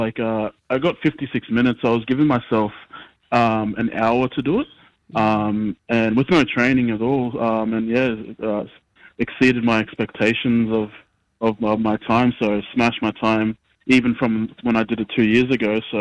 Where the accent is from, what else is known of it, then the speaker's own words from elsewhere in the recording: Brisbane, Queensland, Australia; My mob, my mum's from Mobiag Island and my dad's from Bardu Island in the Torres Straits. But I grew up here in Brisbane most of my life.